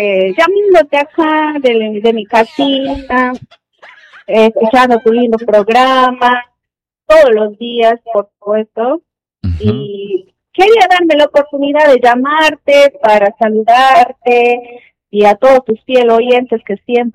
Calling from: Peru; De Partido Alto.

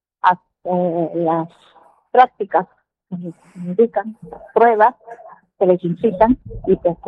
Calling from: Peru

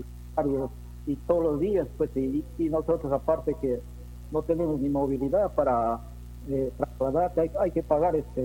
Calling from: Peru; Estoy llamando de acá, del Centro Popular Huayco. Del Tirón o Viracocha.

